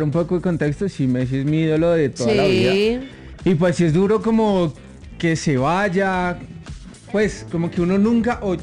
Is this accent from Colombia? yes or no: yes; Colombia; No pretendo ser ni creerme argentino como tal vez muchos pensarían. Soy escandalosamente colombiano y seguramente lo elegiría en todas mis vidas.